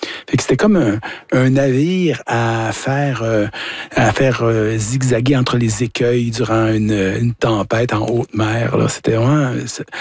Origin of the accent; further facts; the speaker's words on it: Saint-Ambroise-de-Kildare, Quebec, Canada; J'ai commencé dans notre boisé, là, adjacent au verger d'Arbranois chez nous, à Saint-Ambroise-de-Cuidère.